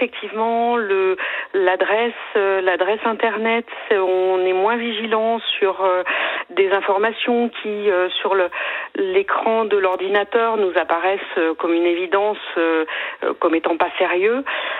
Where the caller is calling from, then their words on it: Brittany, France; Alors, je vous appelle de Bretagne.